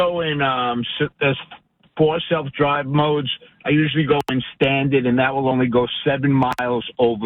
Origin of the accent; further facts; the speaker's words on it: New York, United States; now in Matawan, United States; I grew up in the Bronx